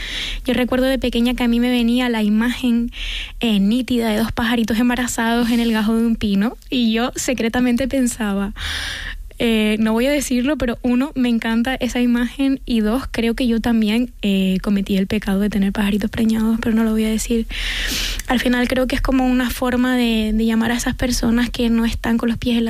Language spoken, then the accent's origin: Spanish; Canary Islands, Spain; siento como que yo tengo la suerte de vivir o haber vivido toda mi vida en un entorno rural